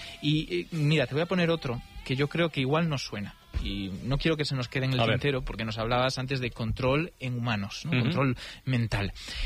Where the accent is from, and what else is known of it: Galicia, Spain